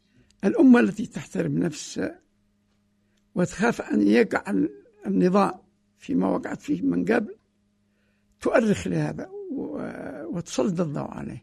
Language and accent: Arabic; Yemen; عندنا في اليمن